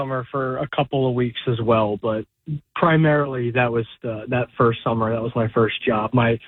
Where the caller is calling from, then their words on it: Stratford, New Jersey, United States; I'm actually from Stratford, but I live in Clementon now, ironically.